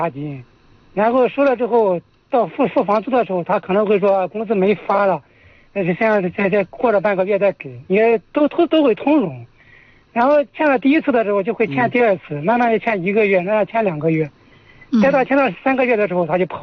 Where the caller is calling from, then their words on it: Yangpu District, Shanghai, China; 就杨浦区的。